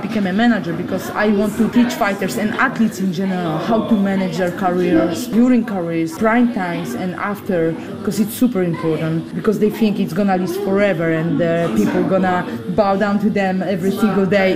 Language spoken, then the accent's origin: English; Olsztyn, Warmian-Masurian Voivodeship, Poland; I'm from Olsztyn. They just opened the first pickleball court.